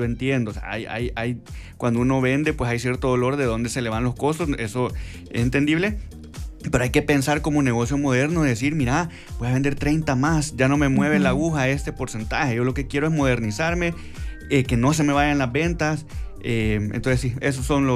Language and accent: Spanish; El Salvador; moved away as an adult; Yo soy salvadoreño, crecí acá y luego me fui a vivir fuera. Y tras 14 años afuera, regresé a El Salvador a emprender